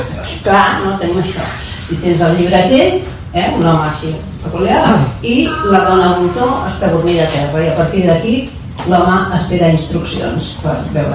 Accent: Barcelona, Catalonia, Spain; El Raval és un barri on pràcticament he crescut, on ha nascut la meva àvia, el carrer Hospital, i on ja passejant per allà als anys 90 jo ja no reconeixia el meu barri, on he treballat, al carrer La Seda, on he anat a escola, al carrer Parlament

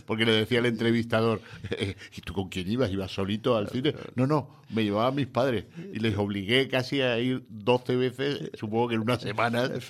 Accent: Bilbao, Basque Country, Spain; also born or lived in Andalusia; Yo me crié en Bilbao y que soy andaluz

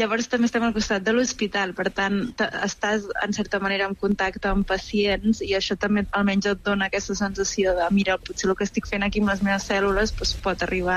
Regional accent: Vic, Catalonia, Spain; also born or lived in Barcelona / Germany; now in Lausanne, Switzerland

